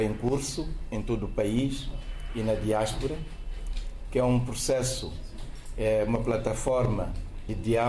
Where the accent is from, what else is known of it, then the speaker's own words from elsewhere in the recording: Mozambique; todos nós, como moçambicanos